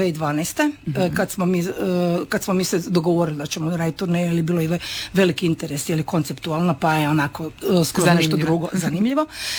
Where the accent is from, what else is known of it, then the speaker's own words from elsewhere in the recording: Zagreb, City of Zagreb, Croatia; Mislim, mi smo iz Zagreba, i naravno je pokojni Željko Jelenski bio iz Zagreba